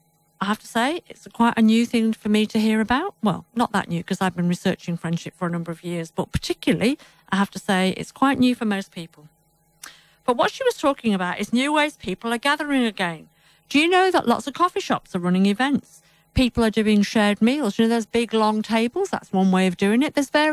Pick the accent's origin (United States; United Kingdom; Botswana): United Kingdom; England; born there; moved away